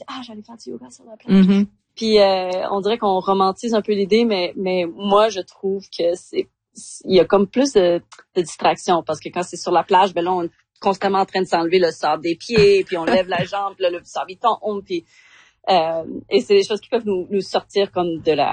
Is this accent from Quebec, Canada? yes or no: no; Calgary, Alberta, Canada